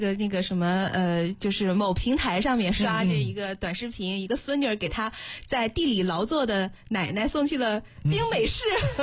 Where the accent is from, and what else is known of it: Xuzhou, Jiangsu, China